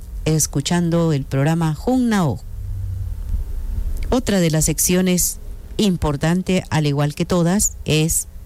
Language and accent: Spanish; Guatemala